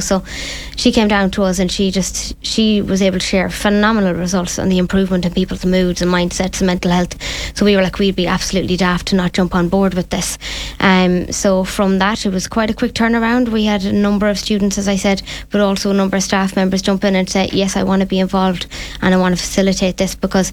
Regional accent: Ireland; as Irish people, the first thing you say to someone is, how are you?

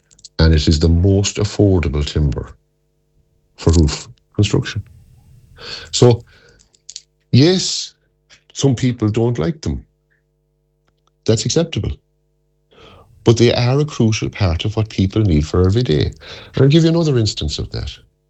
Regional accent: County Galway, Ireland; I come from East Galway. The Slieve-Ochty Mountains in East Galway, there's a huge coverage of Sitka spruce.

